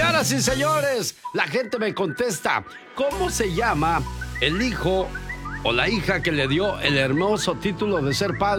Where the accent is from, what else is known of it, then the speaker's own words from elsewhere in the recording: Rosarito, Baja California, Mexico; moved away; Salí de Rosarito, Baja California, pero Rosarito nunca salió de mí.